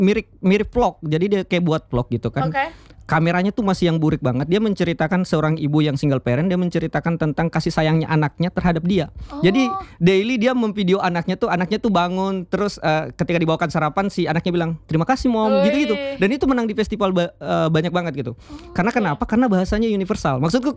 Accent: Kendari, Southeast Sulawesi, Indonesia; kita orang Kendari

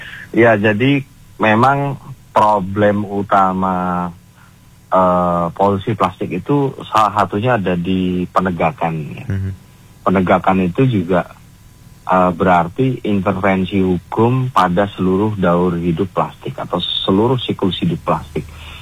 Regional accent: Malang, East Java, Indonesia; kita warga Kota Malang

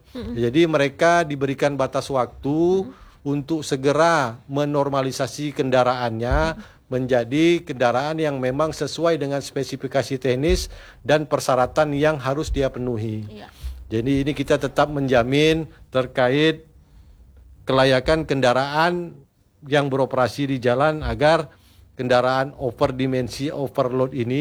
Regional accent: Tanjung Pinang, Riau Islands, Indonesia; Karena memang saya juga anak Pinang asli, Bu, jadi memang punya beban moral sendiri untuk membangun kota saya.

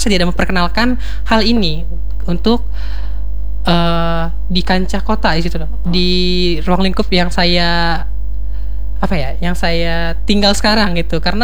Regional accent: Central Kalimantan, Indonesia; now in Palangkaraya, Indonesia; ketika saya kembali ke daerah saya, ke Katingan

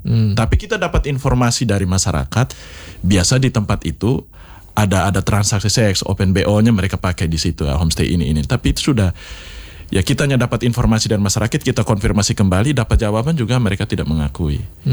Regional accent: Kupang, East Nusa Tenggara, Indonesia; Saya istilah tuh kalau ngomong kita orang Kupang tuh, nasihat sampai leher bengkok.

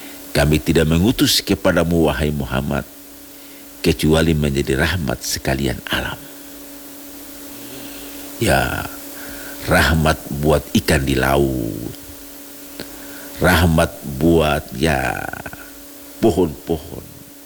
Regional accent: North Maluku, Indonesia; born or raised there

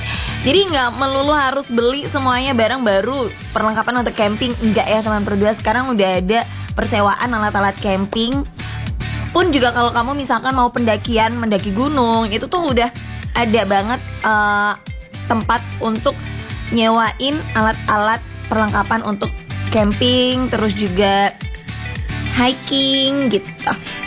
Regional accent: Kediri, East Java, Indonesia; Kalau di kota aku sendiri jujur, ya kita harus menempuh perjalanan 2 jam untuk bisa ke pantai karena Kediri gak punya pantai.

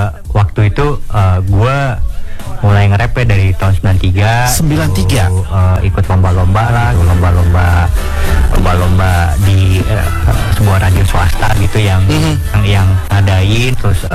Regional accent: South Jakarta, Jakarta, Indonesia; kita anak Jaksel gitu

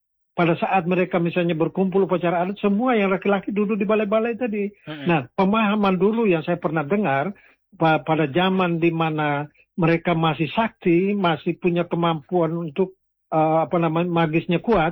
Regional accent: East Nusa Tenggara, Indonesia; saya lebih banyak tahu secara intitas tentang budaya saya orang Lio.

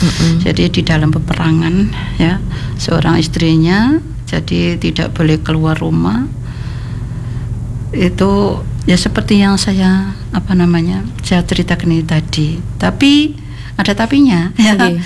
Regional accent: Indonesia; karena saya juga orang Tawang Gede.

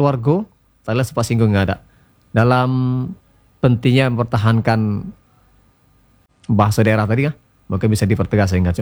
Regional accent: Kaur, Bengkulu, Indonesia; di dusun kami Kaur kan anak SD itu nggak ada aduh pakai bahasa Indonesia nggak di sekolah tuh nggak pakai bahasa Kaur

